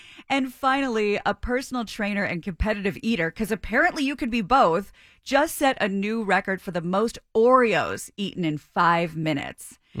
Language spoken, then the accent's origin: English; Tornado Alley, United States; moved away; I grew up in Tornado Alley.